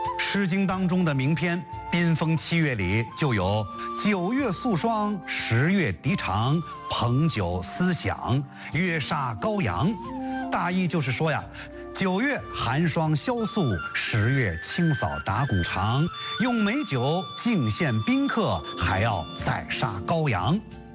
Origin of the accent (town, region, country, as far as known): China